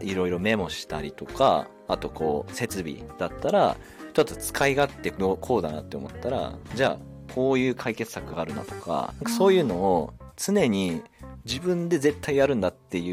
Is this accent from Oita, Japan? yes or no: no; Otaru, Hokkaido, Japan